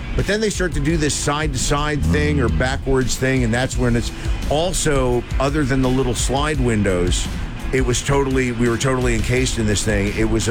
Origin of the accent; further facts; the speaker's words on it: New Jersey, United States; Again, growing up in Central Jersey, we got all the New York and all the Philly and all the Jersey radio and TV.